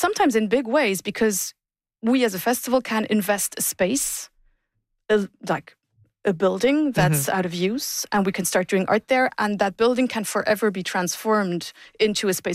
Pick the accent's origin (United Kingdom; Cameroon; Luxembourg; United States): Luxembourg; Luxembourg City; English is a second language; Yeah, I'm from Luxembourg City.